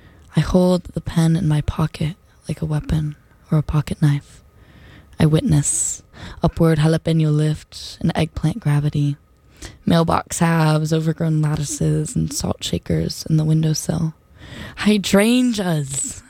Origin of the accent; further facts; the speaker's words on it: Nashville, Tennessee, United States; first heard on my hometown radio station in Nashville.